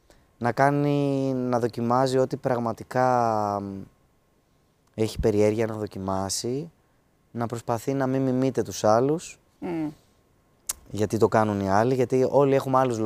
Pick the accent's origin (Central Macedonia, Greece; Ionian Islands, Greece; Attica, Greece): Attica, Greece; Dafni; μεγάλωσα στη Δάφνη, αλλά πήγαινα σε ιδιωτικό σχολείο στο ψυχικό, από μικρομεσαία οικογένεια